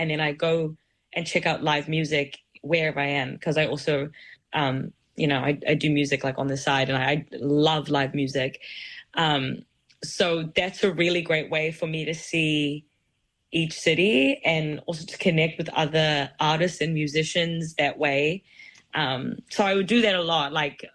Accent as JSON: {"language": "English", "region": "Auckland", "country": "New Zealand", "tie": "born or raised there", "said": "I haven't done it yet here, but I think it's also because, like, I grew up in Auckland."}